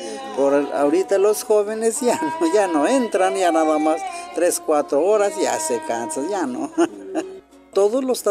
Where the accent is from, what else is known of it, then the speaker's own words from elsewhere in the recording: San Martín, Mexico; Entonces, soy de San Martín, yo acompaño aquí los danzantes aquí de Ignacio Allende, danzantes de Tuxtla y de San Martín.